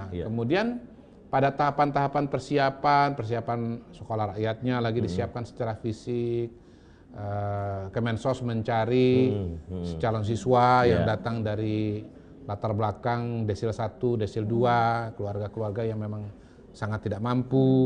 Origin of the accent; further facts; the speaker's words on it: Palembang, South Sumatra, Indonesia; born there; also born or lived in Central Kalimantan; Kebetulan karena saya lahir di Palembang, terus lama tinggal di Kalimantan Tengah, ini dua daerah yang kalau ada kebakaran hutan itu paling parah.